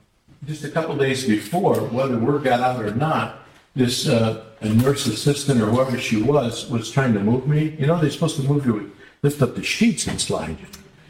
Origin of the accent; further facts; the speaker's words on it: Detroit, Michigan, United States; I grew up in Detroit.